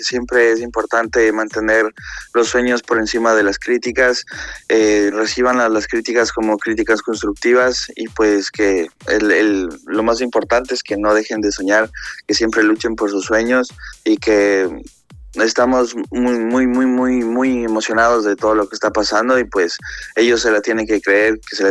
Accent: Ecuador; moved away; en mi tierra, en mis ciudades, en Quito, Ibarra, Guayaquil, Ambato, Loja, Santo Domingo.

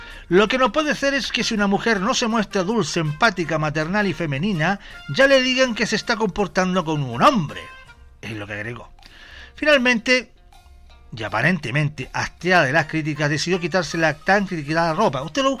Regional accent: Chile

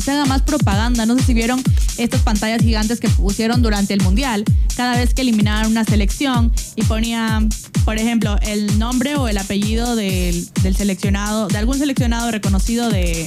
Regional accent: Ecuador; O sea, yo soy ecuatoriana. Y fue como un orgullo gigante.

